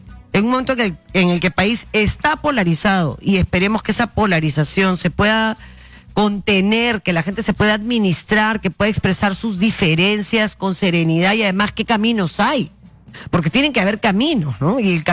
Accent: Tacna, Peru; Y la segunda mayor votación ha sido en Tacna, mi tierra también, muchas gracias.

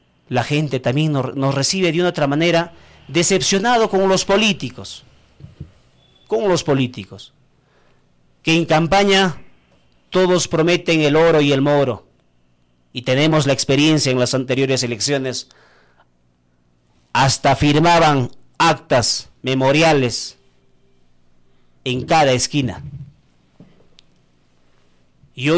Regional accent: Ayacucho, Peru; tenía esa firmeza de servir a mi pueblo de Parinacochas.

